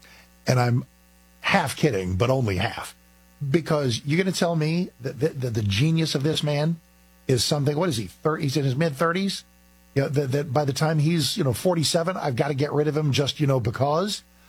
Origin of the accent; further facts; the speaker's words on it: Texas, United States; born there; also born or lived in Virginia / London; That's why I'm a native Texan. He was stationed at Randolph Air Force Base when I was born there in November 1957.